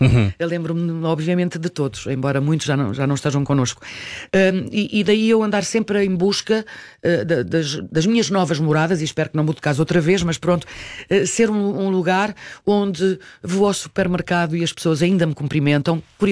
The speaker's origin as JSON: {"language": "Portuguese", "region": "Lisbon", "country": "Portugal", "tie": "born or raised there", "moved": "as an adult", "said": "já não morando no bairro, porque eu saí de lá com 19 anos, quando tinha alguma coisa a fazer por ali perto, eu ia sempre à Travessa do Livramento, que foi onde eu cresci."}